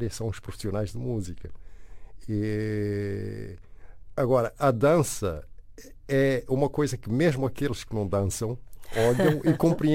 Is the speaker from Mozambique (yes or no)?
yes; Mozambique; moved away; o mais interessado sou eu para ir à minha terra